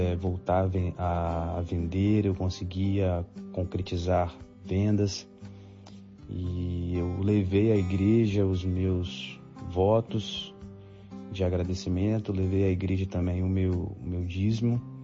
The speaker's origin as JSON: {"language": "Portuguese", "town": "Vitória", "region": "Espírito Santo", "country": "Brazil", "said": "sou de Vitória, Espírito Santo"}